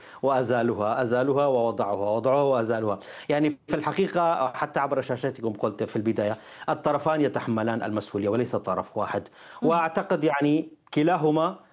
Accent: Al-Hasakah, Al-Hasakah Governorate, Syria; now in Bochum, Germany; الأخوة العرب عندنا بالحسكة راضين أكثر من الخطاب

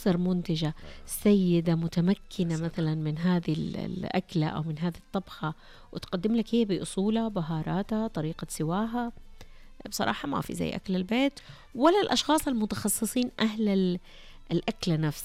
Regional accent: Western Region, Saudi Arabia; يعني أنا مثلا من الغربية لا، تقبلت بقوة الأكل النجدي التراثي.

